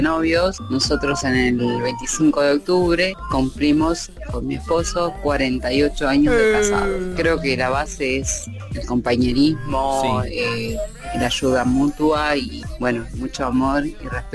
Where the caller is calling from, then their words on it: Adrogué, Buenos Aires Province, Argentina; soy de Adrogué, zona sur.